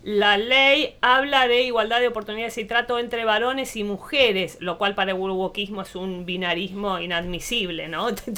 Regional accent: Luján, Buenos Aires Province, Argentina; moved away; yo vengo del conurbano bonaerense, prácticamente vengo del AMBA, de Luján, y que no es tan conurbano

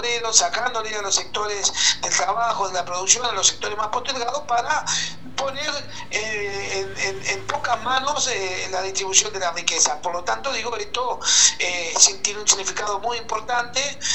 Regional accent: Argentina; now in Paraná, Argentina; los apasionados que somos los argentinos por este hermoso deporte

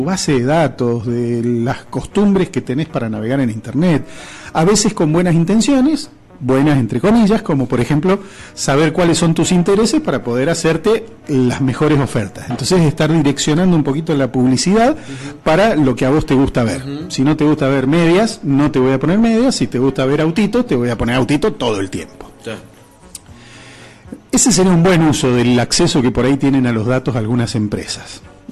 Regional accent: Argentina

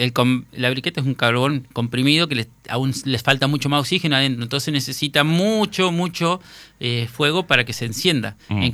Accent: Viale, Entre Ríos, Argentina; born there; al lado de mi casa, donde yo nací, estaba Joaquín Scione, que era un fiel trabajador para la cooperadora de salón parroquial de Viales, de la iglesia Santa Ana

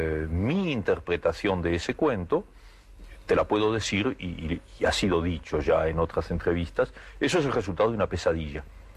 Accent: Argentina; mi reacción como argentino

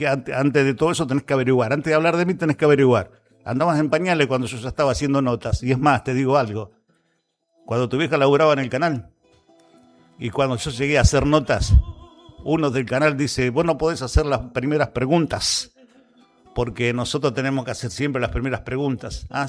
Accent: Bragado, Buenos Aires Province, Argentina

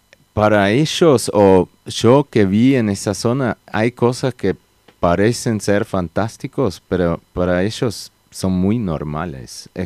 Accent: Switzerland; mismo yo que vengo de Suiza, y Suiza es un país, creo que se hizo, o sea, hoy en día es bastante escéptico, digamos.

